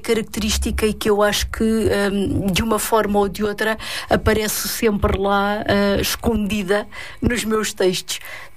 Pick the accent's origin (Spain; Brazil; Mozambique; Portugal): Portugal; born or raised there; also born or lived in Guinea-Bissau